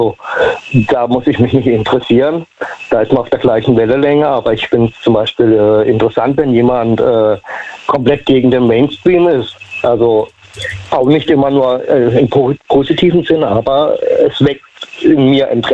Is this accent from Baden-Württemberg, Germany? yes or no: yes; Lichtenau, Baden-Württemberg, Germany